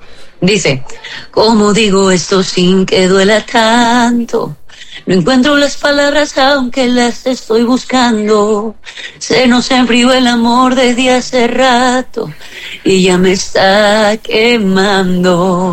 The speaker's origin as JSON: {"language": "Spanish", "country": "Ecuador"}